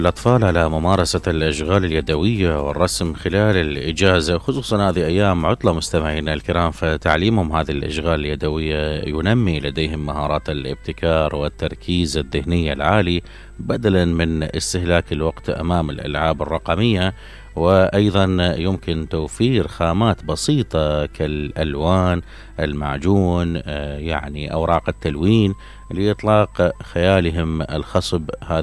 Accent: Basra, Basra Governorate, Iraq; عندنا بالبصرة

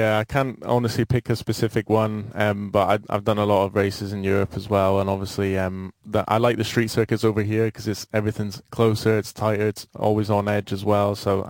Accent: Aberdeen, Scotland, United Kingdom; Yeah, I grew up in Aberdeen, Scotland

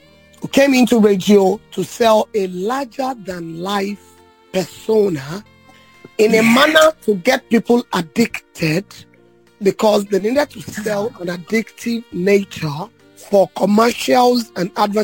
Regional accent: Nigeria; I'm a Yoruba girl. I am from Ibaraki Central Local Government Area.

